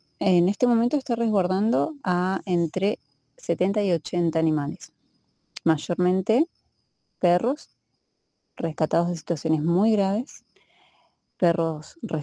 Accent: Argentina; now in Misiones, Argentina; Si bien nosotros no somos de Misiones, la mayoría somos de Buenos Aires, incluso de la Patagonia

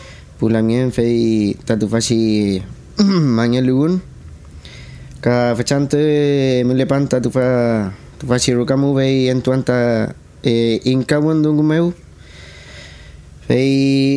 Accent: Penco, Biobío, Chile; also born or lived in Chiguayante; Yo soy de aquí de Penco, nací en Chiguayante, pero inmediatamente me vine para acá.

